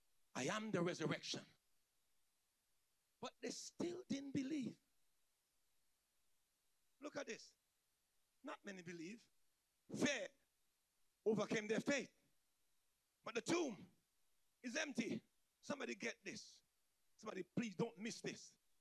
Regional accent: St. Vincent & Grenadines; I grew up in St. Vincent. There was a thing called Jack Spanner.

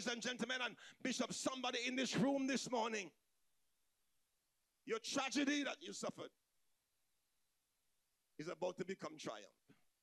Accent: St. Vincent & Grenadines; moved away; I grew up in St. Vincent.

